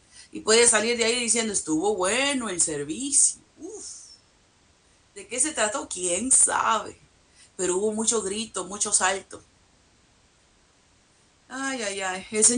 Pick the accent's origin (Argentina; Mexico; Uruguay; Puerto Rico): Mexico; yo soy de México.